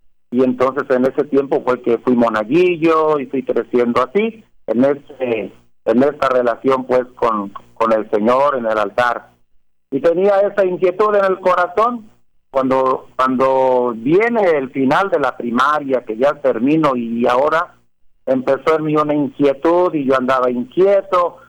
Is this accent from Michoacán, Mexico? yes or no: yes; Galeana, Michoacán, Mexico; Y fui monaguillo durante algún tiempo ahí en la parroquia, en mi pueblo, en Galeana, Michoacán, la parroquia de San Nicolás de Tolentino.